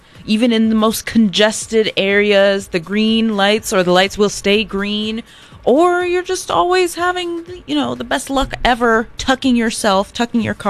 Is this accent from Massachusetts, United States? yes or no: no; California, United States; born there; My mom makes a joke about how like I was born in California and you can tell by my tardiness.